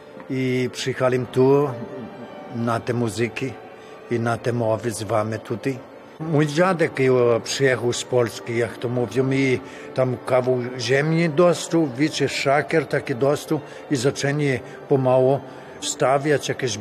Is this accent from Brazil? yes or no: yes; Brazil; Ja urodziłem się, maluśki byłem w domu, to ojce tylko po polsku gadali i ja nauczyłem się po polsku. Jak poszłem do szkoły, to ja nic nie umiałem po brazylijsku.